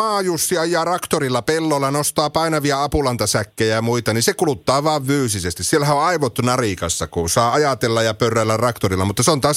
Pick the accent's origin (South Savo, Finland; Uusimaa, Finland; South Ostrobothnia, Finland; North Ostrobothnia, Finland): North Ostrobothnia, Finland; kun meillä Oulussa ja Raahessa sanotaan, että jos on syntynyt Oulussa tai Raahessa, niin me ollaan paljasjalakaisia oululaisia tai raahelaisia.